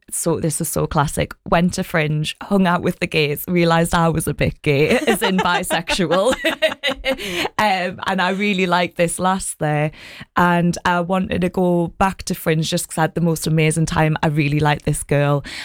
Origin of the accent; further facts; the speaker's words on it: Consett, North East England, United Kingdom; I grew up in Consett. If you're from Consett, everyone there is pretty much a comedian.